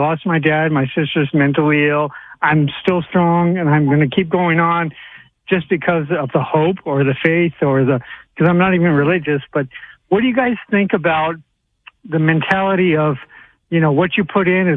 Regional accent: Sedona, Arizona, United States; I grew up in Sedona, Arizona.

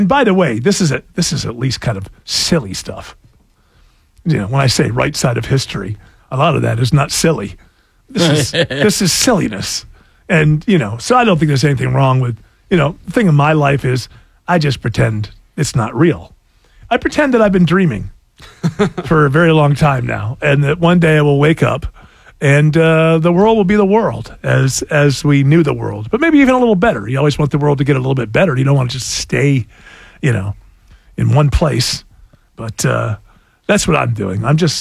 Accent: New York, United States; I'm from Western New York. It's like Lake Ontario and Lake Erie.

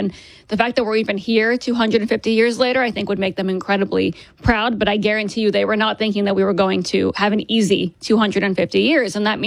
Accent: United States; Being American is not just, oh, I'm free to walk around and say whatever I want.

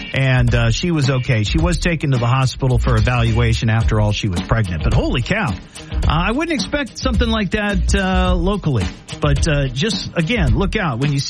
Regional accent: Beavercreek, Ohio, United States; Well, this one right here in Beaver Creek, it happened over the weekend in my hometown.

